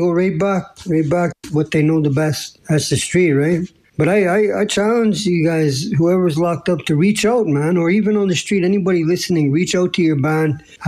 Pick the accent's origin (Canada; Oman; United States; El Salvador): Canada